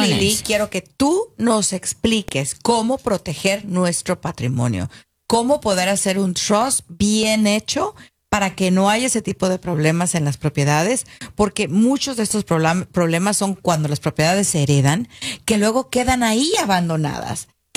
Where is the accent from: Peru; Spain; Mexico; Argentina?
Mexico; moved away; cuando yo me vine de México, existía todavía una ley